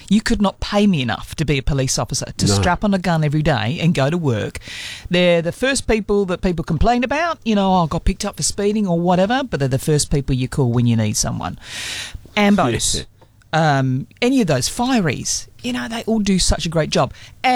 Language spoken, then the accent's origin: English; England, United Kingdom; now in Australia; That's all I'm saying because I'm English.